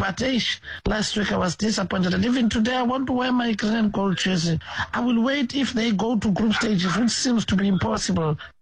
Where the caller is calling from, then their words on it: South Africa; my home country